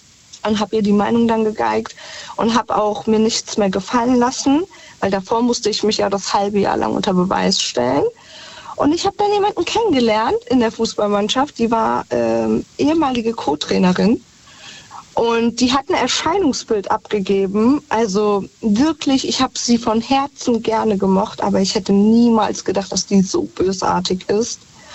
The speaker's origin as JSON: {"language": "German", "country": "Germany", "tie": "born there", "said": "Und ich bin aber in Deutschland geboren. Ich bin ja Südlände"}